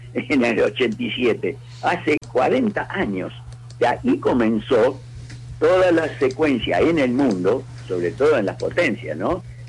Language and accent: Spanish; Argentina; somos argentinos y hablamos así.